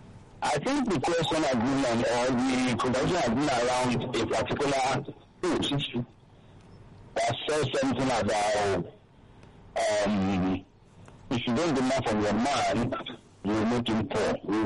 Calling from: Abuja, Federal Capital Territory, Nigeria; I'm calling from Abuja.

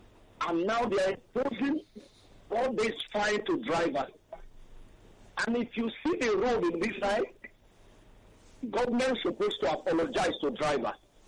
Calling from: Nigeria; I'm calling from Ojoko.

